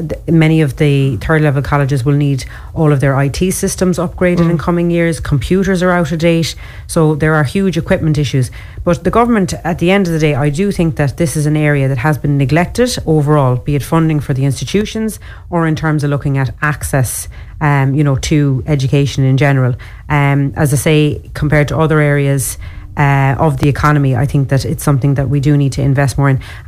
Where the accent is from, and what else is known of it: Ireland